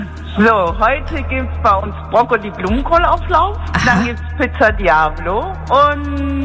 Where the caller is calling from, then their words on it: Stuttgart, Baden-Württemberg, Germany; Jawohl, aus Stuttgart.